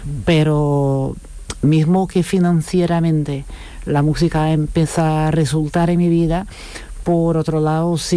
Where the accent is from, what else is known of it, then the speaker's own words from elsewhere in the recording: Chipiona, Andalusia, Spain; also born or lived in Brazil; Pues de Chipiona.